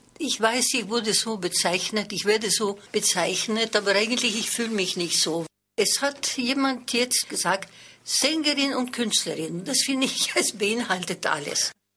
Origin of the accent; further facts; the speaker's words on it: Madrid, Community of Madrid, Spain; first language French; German is a second language; moved away as an adult; also born or lived in Paris, France; now in Vienna, Austria; Und dann sind wir nach Spanien. Mein Vater war Spanier, sogar aus Südspanien, Andalusien. Und da habe ich in Madrid dann gelebt bis ungefähr meine 20, 22 Jahre.